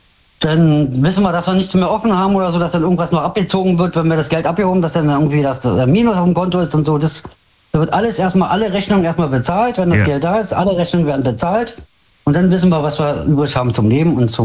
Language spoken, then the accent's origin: German; Hanover, Lower Saxony, Germany; Hannover.